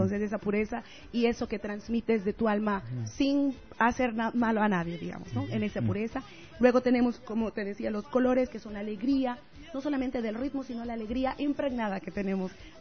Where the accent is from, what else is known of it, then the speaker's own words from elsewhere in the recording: Bolivia; somos el pueblo boliviano, estamos presente haciendo bulla y con eco